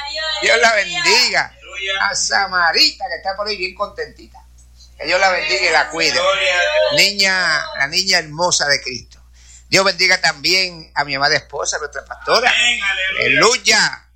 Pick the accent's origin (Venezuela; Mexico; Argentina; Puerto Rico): Puerto Rico; orar por nuestra patria, porque Puerto Rico es una isla pequeña